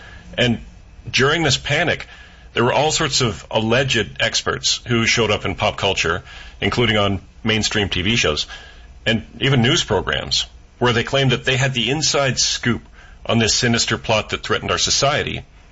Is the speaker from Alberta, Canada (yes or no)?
no; Orangeville, Ontario, Canada; I think it's so important to me is because this happened everywhere, including in my hometown of Orangeville, Ontario.